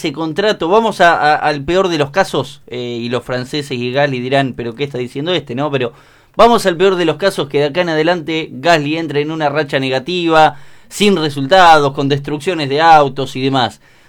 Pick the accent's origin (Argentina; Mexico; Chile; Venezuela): Argentina; Uno como argentino.